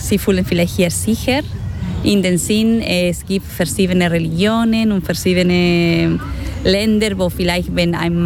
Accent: Spain; German is a second language; Also zum Beispiel bei uns in Spanien, wir haben eine große Familie. Und das ist typisch an Weihnachten, wir treffen alle zum Essen, Abendessen.

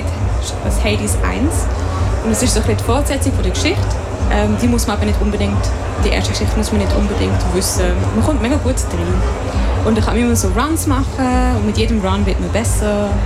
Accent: Basel, Basel-Stadt, Switzerland; accent: Basel German; Ich sage immer, ich bin aus Basel. Mein Dialekt ist schon mega fest baslerisch.

